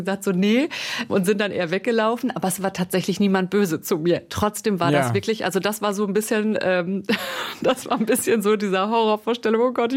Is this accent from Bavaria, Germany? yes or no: no; North Rhine-Westphalia, Germany; moved away; ich komme ursprünglich aus dem Sauerland. Und im Sauerland ist das nicht so wie in den Großstädten.